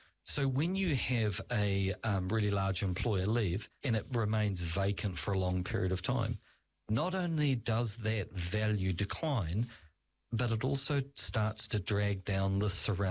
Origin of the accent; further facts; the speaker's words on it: Clive, Hawke's Bay, New Zealand; I was born in Clive, Whakatū. I grew up at a place called the Prickle Patch, which is on the corner heading to Clive.